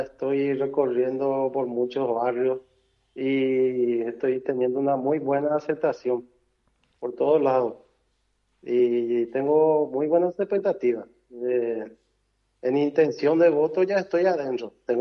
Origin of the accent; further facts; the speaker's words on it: Itá, Central, Paraguay; yo soy de la compañía Iwobi